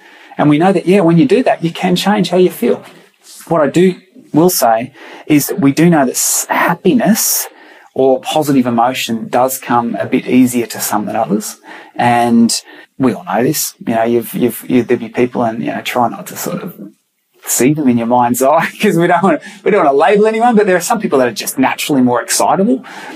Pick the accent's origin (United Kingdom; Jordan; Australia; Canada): Australia; I'm an Aussie